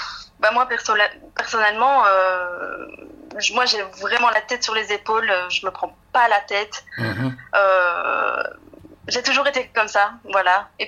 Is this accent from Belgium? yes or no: yes; Belgium; Même si je suis de Belgique